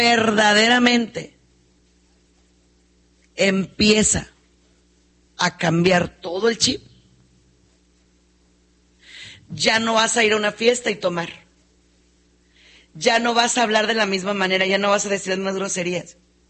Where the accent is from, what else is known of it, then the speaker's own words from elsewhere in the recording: Mexico; en el caso mío, de nosotros que somos mexicanos, pues somos muy videros, muy groseros.